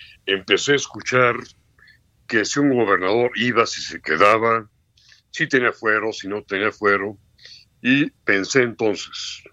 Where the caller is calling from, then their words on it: Mexico; ambos somos mexicanos. Ambos somos mexicanos.